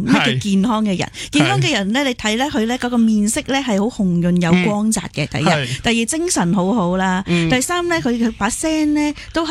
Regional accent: Hong Kong; 你知道我哋香港人嘅啦，好有责任感，好干净㗎嘛。

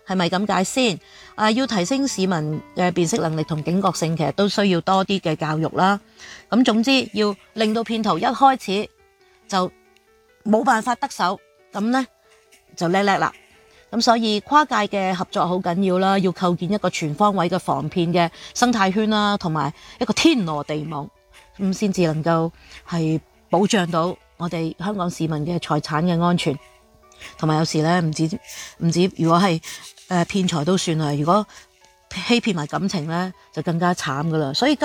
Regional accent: Qingyuan, Guangdong, China; 我係清遠人。

